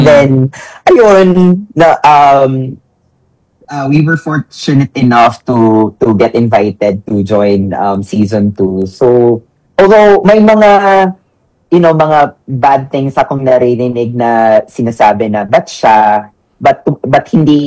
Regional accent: Cebu, Central Visayas, Philippines; I was the very first and for now, the only Cebuana Rue girl.

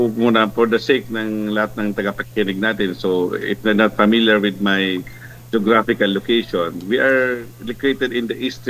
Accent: San Jose, Bicol Region, Philippines

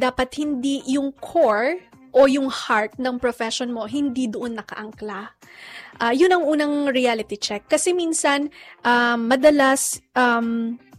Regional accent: Cagayan Valley, Philippines; moved away; taga-Batanes ako.

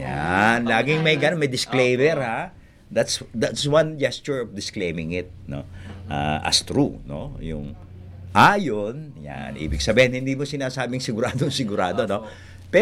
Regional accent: Pagbilao, Calabarzon, Philippines; sa amin sa Pagbilao

